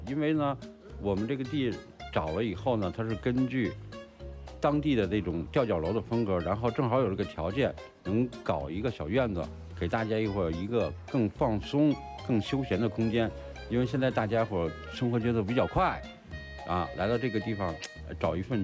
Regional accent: Beijing, China; accent: Beijing dialect; moved away as an adult; now in Chadong, China; 老北京，土生土长的天桥人。

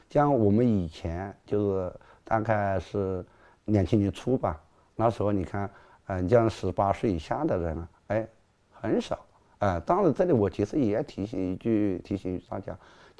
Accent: Hunan, China

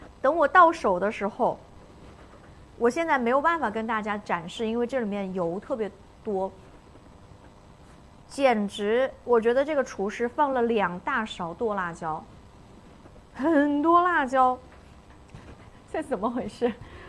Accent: Hunan, China; 作为一个湖南人，常年就是吃辣的人

